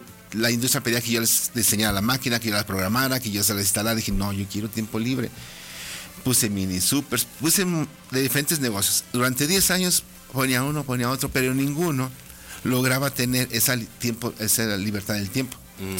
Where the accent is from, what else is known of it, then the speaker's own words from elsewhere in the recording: Aguascalientes, Mexico; also born or lived in San Luis Potosí; y luego de allá me vine otra vez aquí a Aguascalientes, pues yo soy de Aguascalientes.